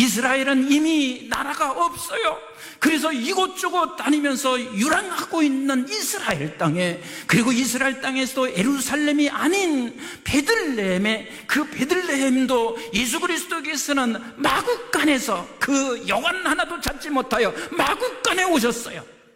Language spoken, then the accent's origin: Korean; Boryeong, South Chungcheong, South Korea; born there; 왜 나를 충청남도 보령시 주산면 유곡리 43번에 보내셨을까?